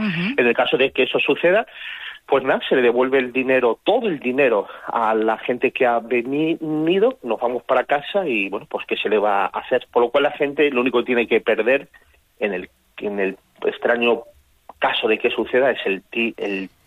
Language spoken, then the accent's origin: Spanish; Extremadura, Spain; yo soy extremeño también